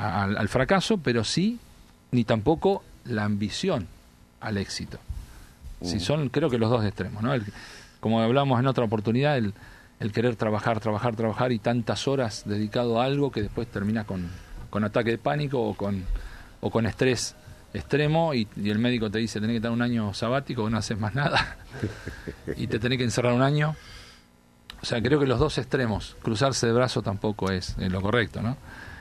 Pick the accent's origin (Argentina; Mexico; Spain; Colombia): Argentina; Bahía Blanca, Buenos Aires Province; Yo de chico me acuerdo en Bahía Blanca